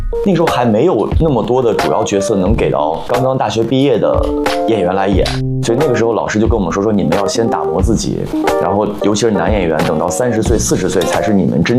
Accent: Pingdingshan, Henan, China; moved away; 因为我小时候我老家在河南平顶山，其实就是个煤城。

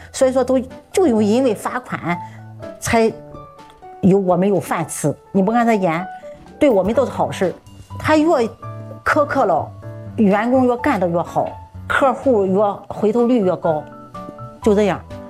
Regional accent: Shandong, China; moved away as an adult; now in Beijing, China; 我们是外地人，在北京考不了大学，孩子考不了大学，他是山东户口，只能上到初中、高中都得回老家。

